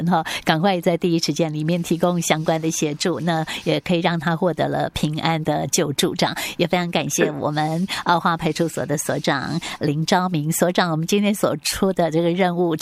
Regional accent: Taiwan

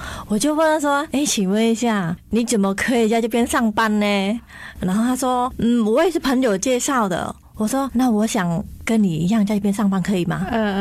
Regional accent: Cambodia; now in Taoyuan, Taiwan; 其实从我来到台湾之后，我觉得说，因为我住桃园嘛，那桃园的相关政府还蛮注重我们新住民的一些。开很多课程，那我也想说，哎，其实我们柬埔寨在台湾蛮少的

